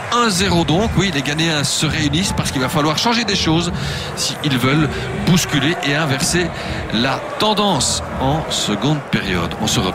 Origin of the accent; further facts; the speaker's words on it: Belgium; Et c'est peu de le dire quand on est diable et qu'on aime les diables et qu'on est belge.